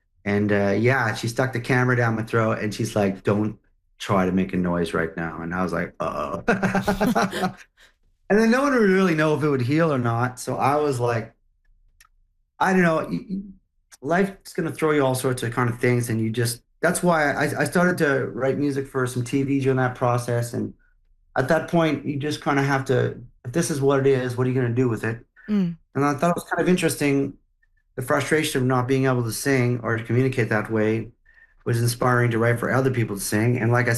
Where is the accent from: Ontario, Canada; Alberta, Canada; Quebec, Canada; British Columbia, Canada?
Quebec, Canada; Montreal; I grew up in Montreal, so I grew up being exposed